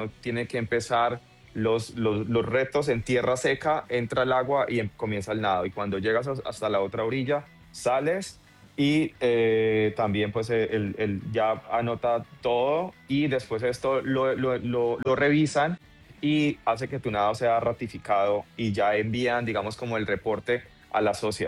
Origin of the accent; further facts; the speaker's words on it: Colombia; en este momento yo estoy representando a Colombia porque pues soy nadador colombiano.